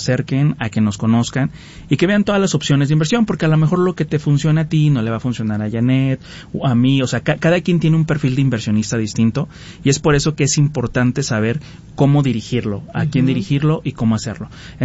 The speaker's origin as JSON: {"language": "Spanish", "region": "Aguascalientes", "country": "Mexico", "lives_now": "León, Mexico", "said": "nosotros venimos de Aguascalientes, somos de Aguascalientes, iniciamos operaciones en León en enero"}